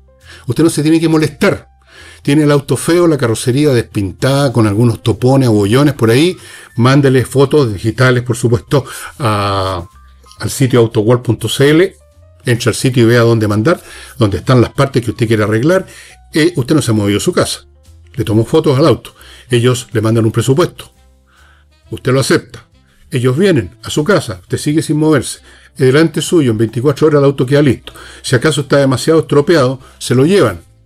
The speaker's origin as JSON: {"language": "Spanish", "country": "Chile", "said": "yo soy chileno"}